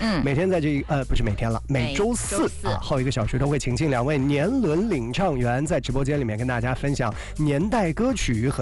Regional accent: Hefei, Anhui, China; 我们合肥人

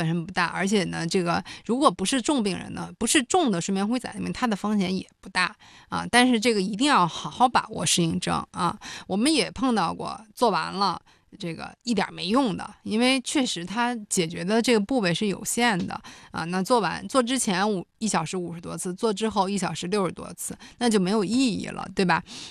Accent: China; 我们中国人

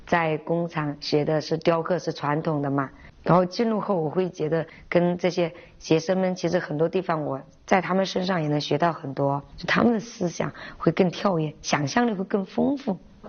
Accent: Jiangxi, China; 因为我是江西人嘛，就是陶艺的一个天堂

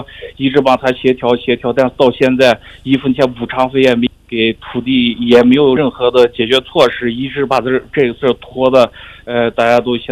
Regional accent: Xinhe, Xinjiang, China; 我老家呢是阿克苏地区信和县的

